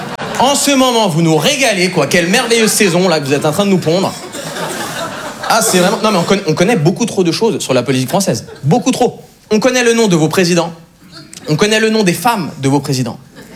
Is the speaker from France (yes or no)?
no; Switzerland; Il y a un mec qui a commenté, tu viens d'où? Retourne dans ton pays. Je dis la vérité, je dis, bah, Suisse.